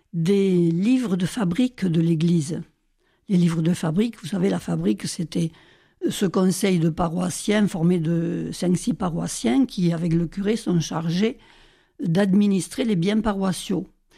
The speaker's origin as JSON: {"language": "French", "town": "Viterbo", "region": "Lazio", "country": "Italy", "tie": "born there", "said": "Et donc les archives de Viterbe, puisque c'est mon village natal."}